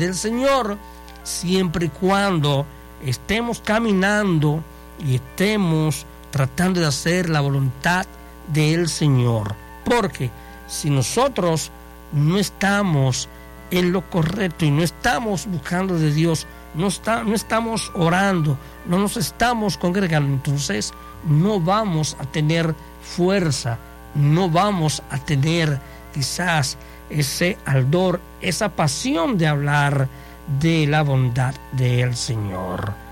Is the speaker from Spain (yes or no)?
no; Dominican Republic; yo vengo desde República Dominicana y ando en vacaciones